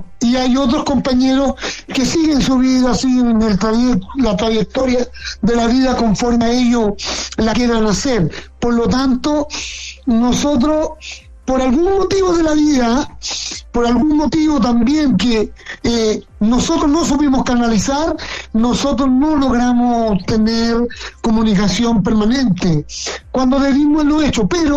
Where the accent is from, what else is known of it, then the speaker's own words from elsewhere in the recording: Chile; porque pasaban muchas cosas por la cabeza de nosotros como mineros chilenos.